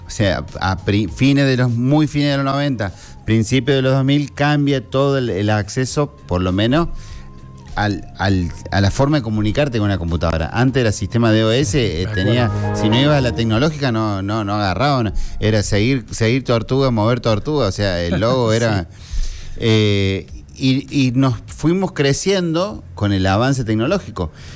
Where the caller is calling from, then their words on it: San Francisco, Córdoba, Argentina; Hola, gente de LB2 … de San Francisco.